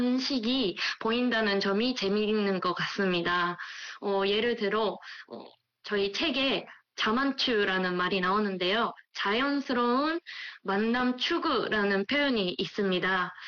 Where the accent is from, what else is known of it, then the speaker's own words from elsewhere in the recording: Japan; Korean is a second language; 제가 유학 입학한 당시에는 대학원에서는 제가 유일한 일본인 학생이었거든요.